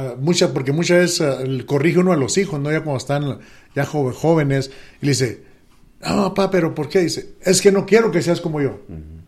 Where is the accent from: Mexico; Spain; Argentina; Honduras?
Mexico; now in United States; especialmente mí, nosotros que venimos de México. En México no teníamos nada.